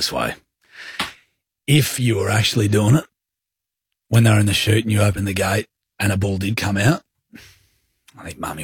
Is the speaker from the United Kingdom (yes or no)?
no; Walcha, New South Wales, Australia; moved away; And there was a rider called Tyson Smith from Walker. Yes. From my hometown.